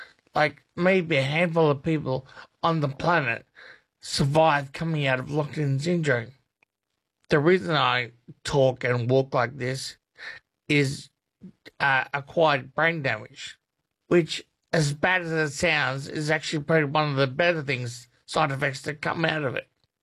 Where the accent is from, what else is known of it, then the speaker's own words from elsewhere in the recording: Melbourne, Victoria, Australia; now in Darwin, Australia; I'm from Melbourne, born and bred, and I live in Darwin.